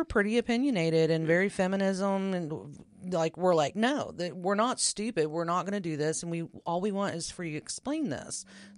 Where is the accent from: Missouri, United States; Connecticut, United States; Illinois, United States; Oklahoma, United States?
Oklahoma, United States; moved away as an adult; And I'm not from here. I am from Oklahoma.